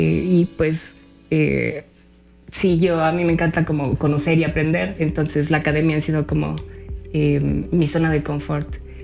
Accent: Mexico

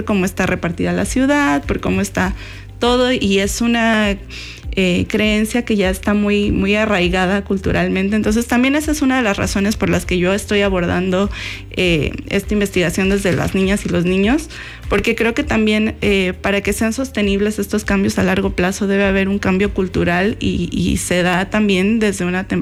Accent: Veracruz, Mexico; moved away; yo vivía en un callejón, yo soy de Veracruz, vivía en un callejón en el centro

